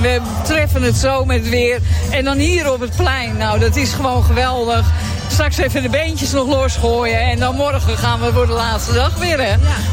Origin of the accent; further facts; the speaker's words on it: North Holland, Netherlands; Ja, we komen uit Egmond, Warmhuis en Bergen.